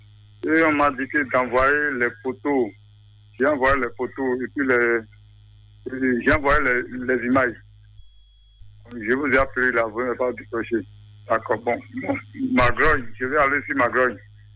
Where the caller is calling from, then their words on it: Benin; J'appelle de Porte Nouveau, commune Sagara, arrondissement de Marie